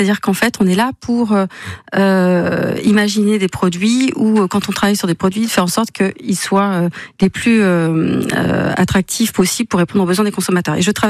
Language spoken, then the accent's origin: French; Saint-Jean-d'Angély, Nouvelle-Aquitaine, France; moved away as an adult; now in Basque Country, France; Je viens de Saint-Jean-d'Angély, en Charente-Maritime.